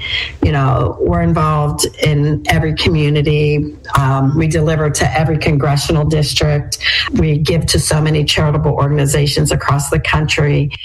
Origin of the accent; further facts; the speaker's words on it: Pittsburgh, Pennsylvania, United States; moved away; We were in my home state of Pittsburgh, or hometown of Pittsburgh, last week.